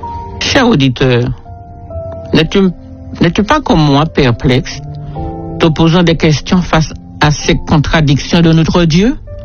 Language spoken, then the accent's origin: French; Martinique; chez nous aux Antilles en Martinique.